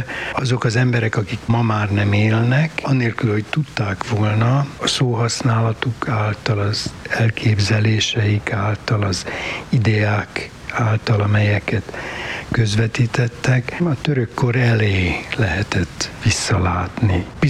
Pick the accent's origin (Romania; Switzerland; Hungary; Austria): Hungary; Budapest; moved away as an adult; now in Gombosszeg, Hungary; Ez a szülővárosom, és úgy 68 táján elmehetnékem volt. Aztán néhány évre visszajöttem, visszakényszerültem